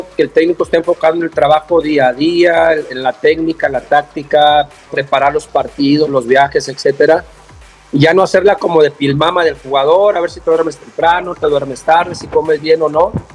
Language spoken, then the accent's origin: Spanish; Mexico; yo como mexicano